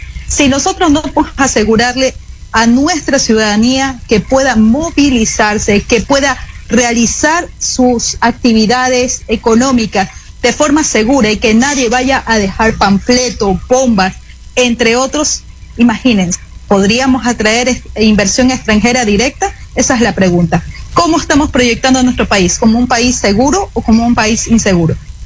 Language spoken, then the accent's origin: Spanish; Ecuador